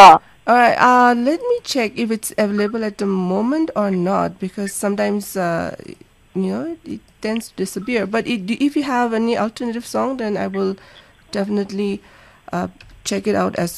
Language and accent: English; Kohima, Nagaland, India; Okay, so we're from the same place.